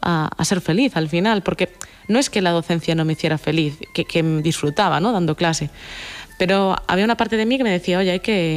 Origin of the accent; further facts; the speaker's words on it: Galicia, Spain; yo como buena gallega